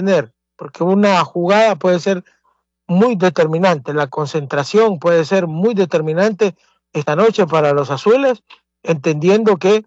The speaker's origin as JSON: {"language": "Spanish", "country": "Honduras", "said": "donde Don Kilber nos tocó también en algún momento sufrir como hondureños, digo, en el tema de selección nacional."}